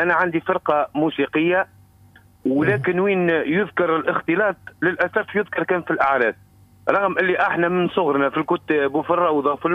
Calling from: Kelibia, Nabeul Governorate, Tunisia; من قليبيا.

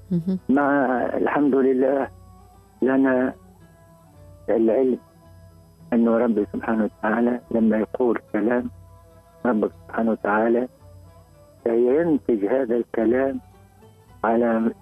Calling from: Tunisia; أنا نتشرف باش نكون تونسي اليوم

